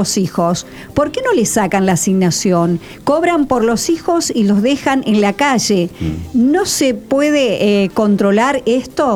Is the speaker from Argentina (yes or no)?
yes; San Justo, Argentina; also born or lived in Mendoza; Ahora de vuelta a mi pueblo, San Justo.